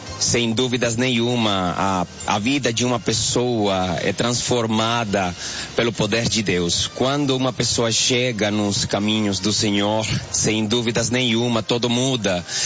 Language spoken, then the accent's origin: Portuguese; Venezuela; Portuguese is a second language; Sou venezuelano.